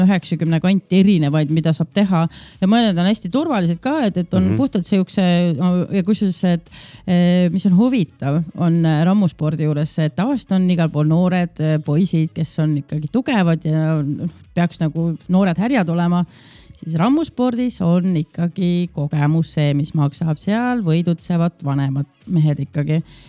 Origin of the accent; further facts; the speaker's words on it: Kõrveküla, Tartu County, Estonia; mina kasvasin üles Kõrvekülas